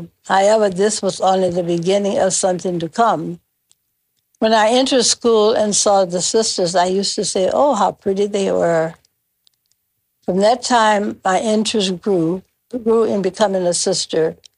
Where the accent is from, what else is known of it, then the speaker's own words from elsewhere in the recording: Opelousas, Louisiana, United States; I grew up in Opelousas, Louisiana. I went to Catholic schools from first grade to 12. We were all baptized Catholics.